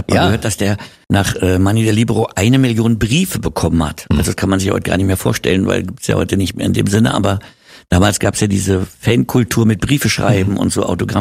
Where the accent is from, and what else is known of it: Berlin, Germany; born or raised there